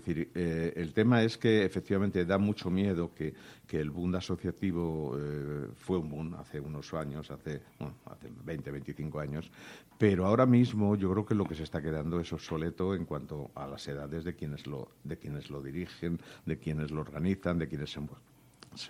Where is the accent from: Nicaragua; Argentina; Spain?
Spain; Madrid, Community of Madrid; no soy de Alcobendas, soy de Fuencarral, pero estoy muy vinculado a Alcobendas desde que tenía 2 años.